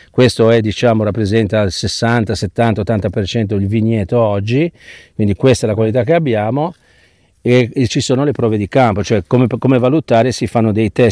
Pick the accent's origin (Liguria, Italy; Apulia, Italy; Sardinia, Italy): Liguria, Italy; Genoa